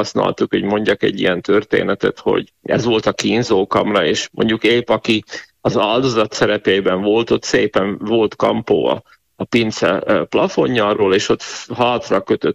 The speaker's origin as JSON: {"language": "Hungarian", "town": "Bátka", "region": "Banská Bystrica Region", "country": "Slovakia", "tie": "born or raised there", "said": "Én Batkalban nevelkedtem, ez egy viszonylag kis falucska Gömörben, pontosabban a Balog völgyében, egy 6-700 lakosú falu tulajdonképpen a 20. század egész időszakában a Rimaszombata és Tornaja közötti országút mentén."}